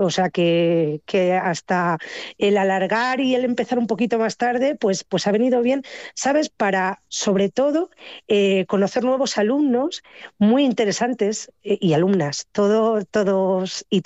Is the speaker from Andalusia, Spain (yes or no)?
no; Camarena, Castilla-La Mancha, Spain; yo digo que vivo en Camarena y soy camarenera. Sí, que es cierto que todo lo que paso muchas más horas en Toledo que en mi propio pueblo.